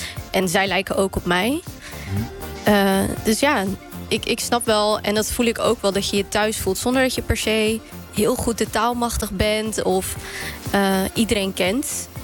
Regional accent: Netherlands; born there; ik ben in Nederland geboren, maar mijn opa en oma komen wel van hier.

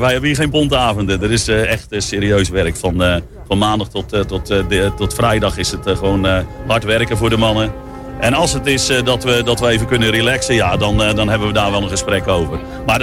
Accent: Katwijk aan Zee, South Holland, Netherlands; En ik kom zelf uit Katwijk aan zee. Dus ja, dat zat er wel in allemaal.

